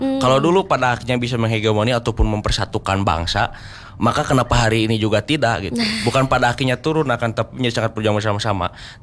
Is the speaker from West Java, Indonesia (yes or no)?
yes; West Java, Indonesia; Aku daerah Cileunyi, dekat juga sama Sumedang berarti.